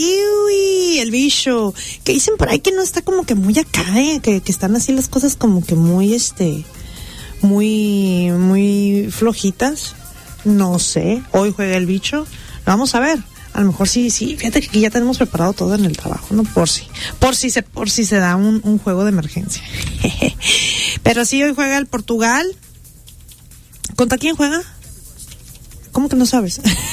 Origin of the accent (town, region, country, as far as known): Mexico